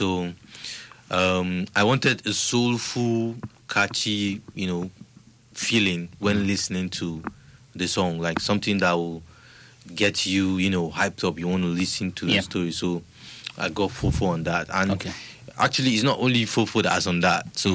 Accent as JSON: {"language": "English", "region": "Enugu State", "country": "Nigeria", "first_language": "Igbo", "second_language": "English", "said": "And then in Igbo too, that's my native, because I'm from Nigeria, Enugu State. I'm an Igbo man"}